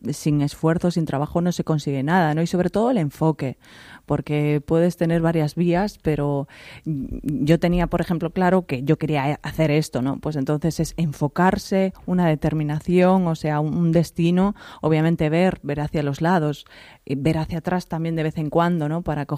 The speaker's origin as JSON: {"language": "Spanish", "town": "Tomiño", "region": "Galicia", "country": "Spain", "moved": "as an adult", "lives_now": "Miami, United States", "said": "yo soy gallega, pero estoy en Miami"}